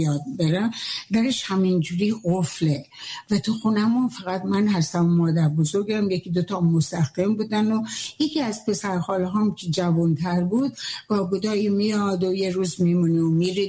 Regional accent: Lahijan, Gilan, Iran; born there; من تو در سال 1319 در شهر لاهیجان دنیا اومدم.

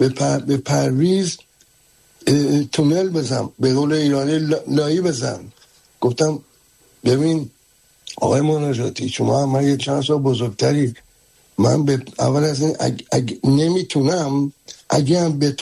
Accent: Tehran, Tehran Province, Iran; born there; من در یک محله متولد شدم در تهران 400 دستگاه که فوتبال خیز بود،

